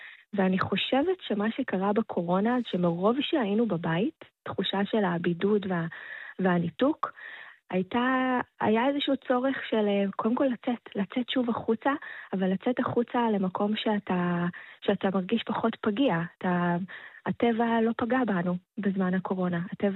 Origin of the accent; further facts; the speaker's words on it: Jerusalem, Jerusalem District, Israel; now in Tel Aviv, Israel; אני עירונית, אני במקור מירושלים, אבל אני גדלתי בירושלים בשכונת האסבסטונים, זה היה אזור של עבודי אוניברסיטה. והיא הייתה כמו קיבוץ בהר הצופים, והייתי מוקפת בעצים ובטבע